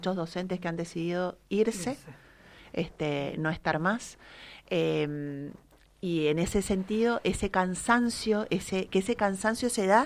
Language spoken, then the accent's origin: Spanish; Argentina; Es no reconocer nuestra historia como argentinos y argentinas y desconocer nuestra identidad